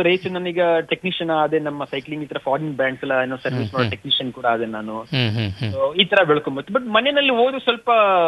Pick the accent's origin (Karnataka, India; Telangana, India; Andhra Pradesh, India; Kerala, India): Karnataka, India; so 2001 ನಮ್ಮೂರು ಬಂದು ಕೇರ್ನಗರ